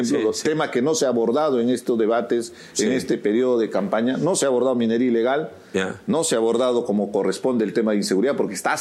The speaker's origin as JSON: {"language": "Spanish", "country": "Peru", "said": "Viajo mucho por nuestro Perú profundo."}